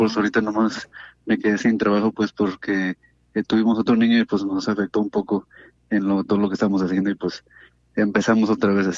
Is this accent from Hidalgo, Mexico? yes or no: no; Jalisco, Mexico; now in Santa Ana, United States; Yo soy de aquí, de Santana, pero yo soy originario de Jalisco.